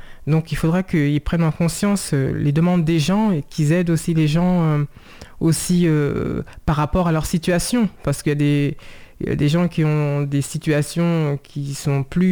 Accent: Saint-Cloud, Île-de-France, France; born there; Bon, citoyenne française, parce que je suis née en France, à Saint-Cloud, dans les Hauts-de-Seine.

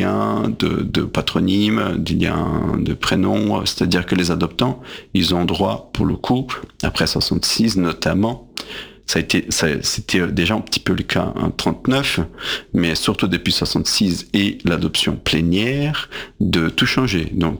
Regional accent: Brazil; first language Portuguese; French is a second language; Il y en a aussi bien en portugais, là d'où je viens, du Brésil.

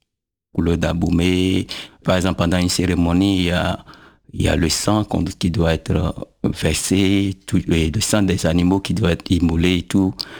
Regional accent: Abomey, Zou, Benin; j'ai grandi à Abomey où il y a pas mal de cérémonies qui se passent

